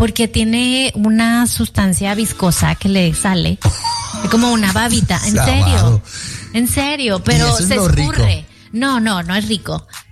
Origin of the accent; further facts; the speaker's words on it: Monterrey, Nuevo León, Mexico; para mí como regia, como de Monterrey del Norte.